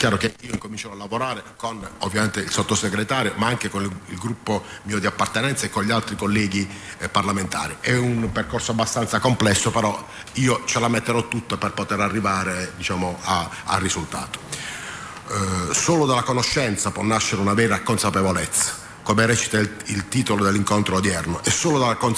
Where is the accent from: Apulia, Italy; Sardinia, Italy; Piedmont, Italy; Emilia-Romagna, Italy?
Apulia, Italy; Bari; siamo di Bari